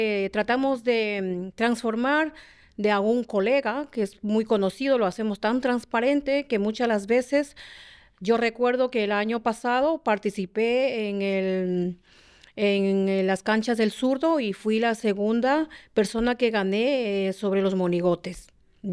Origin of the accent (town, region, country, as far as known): Ecuador; now in France